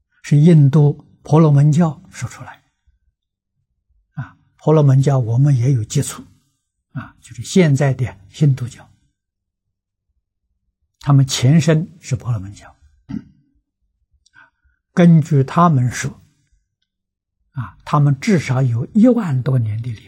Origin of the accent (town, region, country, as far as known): China